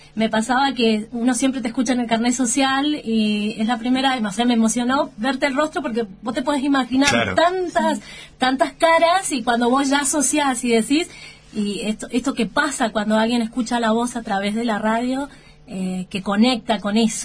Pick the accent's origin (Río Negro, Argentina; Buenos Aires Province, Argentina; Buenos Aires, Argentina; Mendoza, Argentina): Mendoza, Argentina; General Alvear; born there; now in San Rafael, Argentina; Yo soy nacida en General Alvear, pero vivo acá hace unos años en San Rafael.